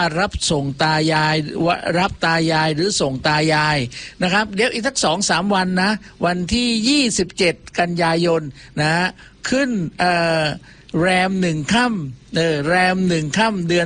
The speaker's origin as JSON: {"language": "Thai", "town": "Ko Samui", "region": "Surat Thani", "country": "Thailand", "tie": "born or raised there", "said": "ผมเป็นคนบ้านเกิดอยู่เกาะสมุยนะครับผมเป็นนักจัดรายการนะเกิดที่สมุยเนาะไม่ใช่อยู่ที่บ้านดอนนะครับแต่ถึงอย่างไรเราก็อยู่จังหวัดสุราษฎร์ธานีเหมือนกันนะครับ"}